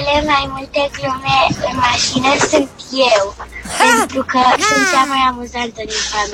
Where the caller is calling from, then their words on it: Bucharest, Romania; din București.